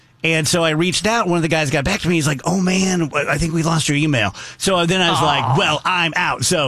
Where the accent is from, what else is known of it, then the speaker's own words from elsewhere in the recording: Scotland, United Kingdom; Yeah, I'm Scottish.